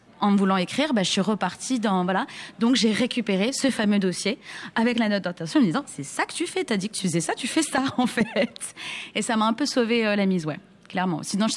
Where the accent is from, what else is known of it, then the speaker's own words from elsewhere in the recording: Morocco; moved away; je viens du Maroc